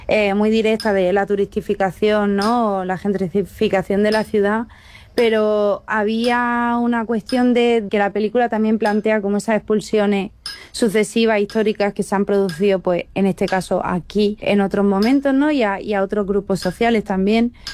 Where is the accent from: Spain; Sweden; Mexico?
Spain; Granada, Andalusia; now in Madrid, Spain; Yo soy una directora de Granada, afincada ahora en Madrid. Estudiaba en Barcelona, estudié en Donosti también